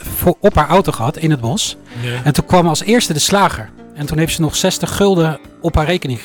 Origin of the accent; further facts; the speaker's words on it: Netherlands; Is hierin gekomen als kind, door de oorlog eigenlijk. En hier opgegroeid verder. En ja, mijn vader ook hier gewoon geboren. Dus ik voel me helemaal Nederlander. Ik ben Nederlander, maar er zit kwart Hongaars in mijn bloed. Kwart Duits en half Nederlands, officieel.